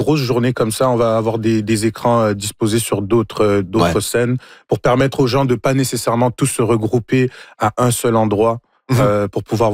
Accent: Montreal, Quebec, Canada; Moi, j'ai grandi à Montréal, je suis né à Montréal

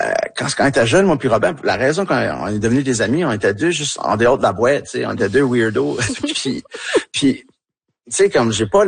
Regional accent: Tracadie, New Brunswick, Canada; accent: Tracadie

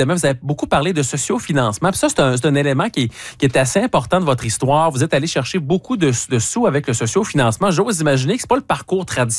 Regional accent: Quebec, Canada; chez nous, au Québec

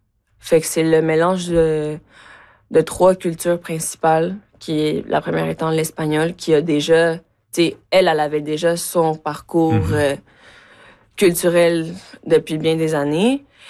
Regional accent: Quebec, Canada; born there; French is a second language; also born or lived in Mexico; Je suis née au Mexique. Je suis arrivée au Québec à 9 ans. Je ne parlais pas un mot de français. Je suis allée en classe d'accueil. J'ai fait mon adolescence au Québec.

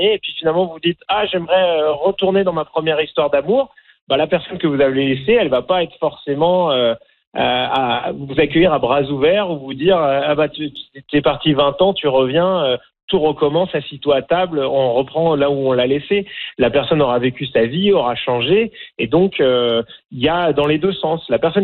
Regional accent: France; accent: French of France; moved away as an adult; now in Canada; j'ai pas l'accent franco-canadien typique. J'ai un accent français de France. Pourtant, ça va faire 20 ans, plus de 20 ans que je vis au Canada

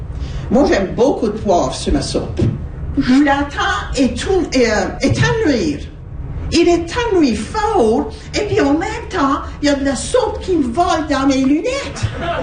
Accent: Baie-Sainte-Marie, Nova Scotia, Canada; Ben moi, je viens de Baie-Sainte-Marie.

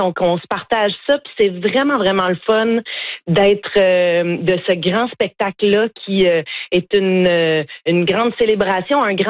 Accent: Quebec, Canada; Moi, je suis québécoise, elle vient de Calgary, comme je le disais, donc elle me connaissait pas, je la connaissais très peu.

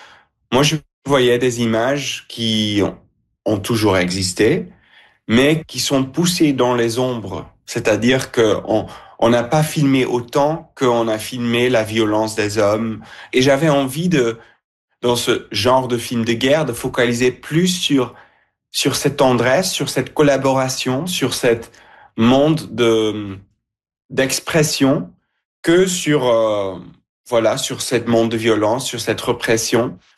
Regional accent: Belgium; Je viens de la Belgique.

